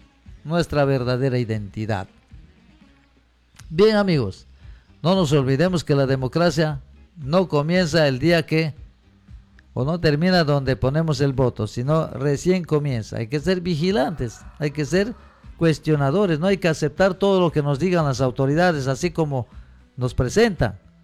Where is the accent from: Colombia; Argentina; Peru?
Peru; Nos estamos olvidando a que somos peruanos.